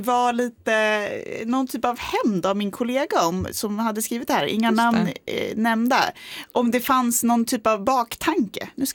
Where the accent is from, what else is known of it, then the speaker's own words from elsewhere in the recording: Norrland, Sweden; moved away; uppifrån Norrland där jag kommer ifrån.